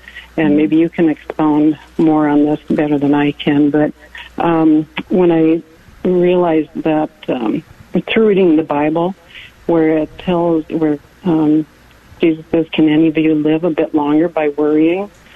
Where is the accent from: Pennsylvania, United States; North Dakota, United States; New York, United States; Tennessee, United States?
North Dakota, United States; but I'm from North Dakota, and I wasn't able to, he lives in a different town.